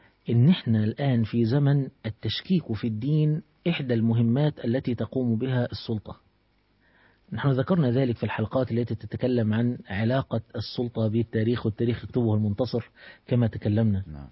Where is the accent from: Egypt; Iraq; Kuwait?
Egypt; الثورة العربية دي حصلت عندنا في مصر سنة 1882